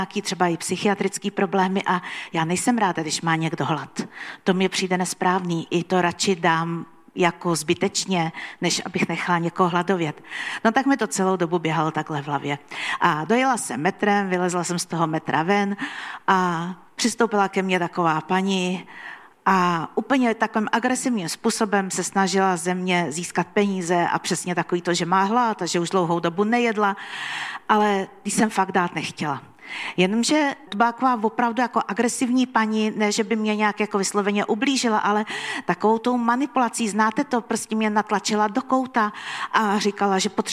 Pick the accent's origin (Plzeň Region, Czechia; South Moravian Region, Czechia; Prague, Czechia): Prague, Czechia; já jsem z Prahy.